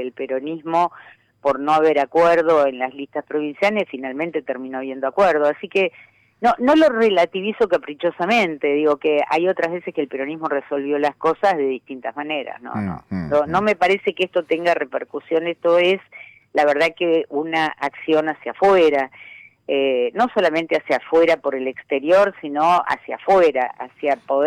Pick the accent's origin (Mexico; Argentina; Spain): Argentina